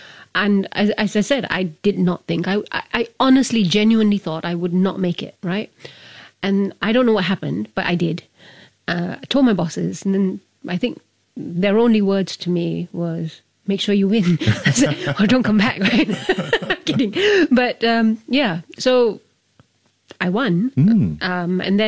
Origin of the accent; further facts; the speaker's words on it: Singapore; And, being properly Singaporean.